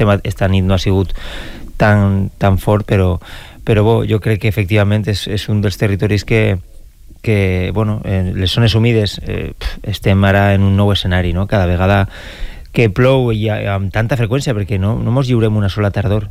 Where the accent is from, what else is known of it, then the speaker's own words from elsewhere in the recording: Alcossebre, Valencian Community, Spain; jo soc d'Alcossebre, que és el Baix Maestrat, on està la zona més roja del mapa